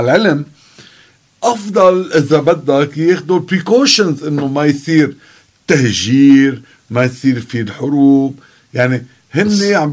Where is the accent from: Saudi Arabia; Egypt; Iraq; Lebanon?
Lebanon; نحن كلبنانيين